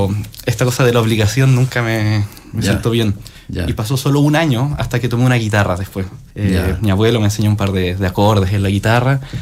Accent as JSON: {"language": "Spanish", "region": "Coquimbo", "country": "Chile", "also_born_or_lived": "La Serena", "said": "Curiosamente, yo estuve en una escuela de música en La Serena, sí. Soy de Coquimbo, y estuve 3 años allí."}